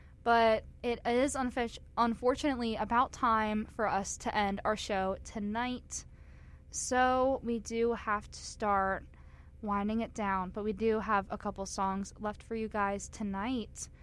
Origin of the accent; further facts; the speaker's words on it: Baltimore, Maryland, United States; I'm from Baltimore, Maryland